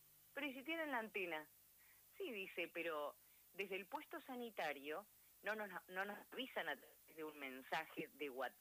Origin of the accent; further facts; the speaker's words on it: Trelew, Chubut, Argentina; now in Trelew, Argentina; Nací en Trelew, pero me crié en el campo y la vida después me trajo de vuelta a la ciudad de Trelew para poder estudiar mi secundario, mi carrera y finalmente trabajar.